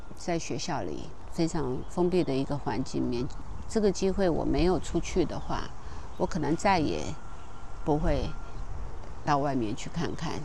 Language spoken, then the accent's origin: Chinese; Taiwan; now in China; 其实会让一个像我从台湾来的人相对会觉得安心。也常常有其他的台胞会跟我说，你在这边建这么多东西